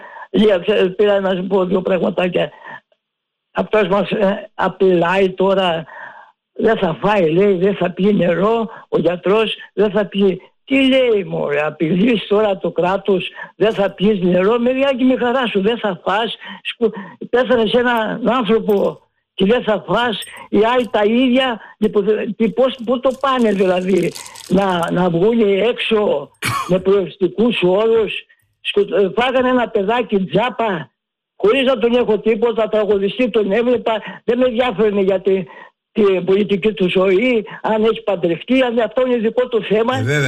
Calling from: Greece

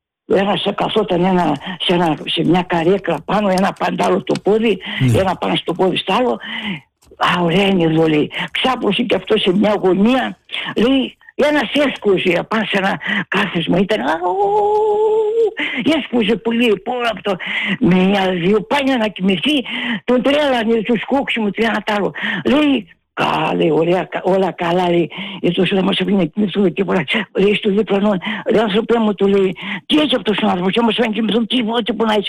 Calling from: Greece

